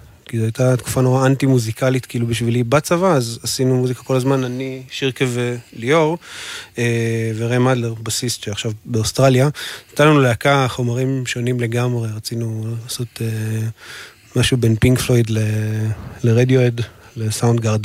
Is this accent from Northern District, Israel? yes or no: yes; Nahariya, Northern District, Israel; אבל אני מנהריה, במקור. כן. Born and raised.